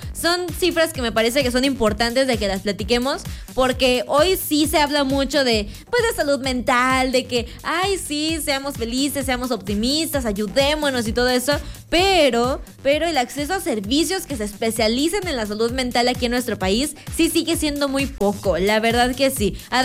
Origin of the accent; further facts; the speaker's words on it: Mexico; cómo nos sentimos como mexicanos